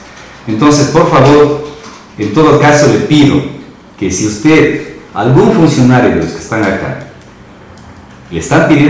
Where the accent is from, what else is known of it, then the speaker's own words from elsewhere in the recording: Sucúa, Morona Santiago, Ecuador; moved away as an adult; also born or lived in Cuenca / Macas; esta tierra de Sucúa para mí, yo siempre digo, nunca dejaré a Sucúa, porque Sucúa es una tierra... Una tierra que es mi casa, donde yo nací, crecí.